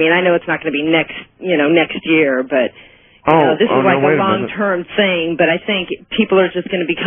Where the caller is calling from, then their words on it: San Diego, California, United States; okay. I'm calling from San Diego.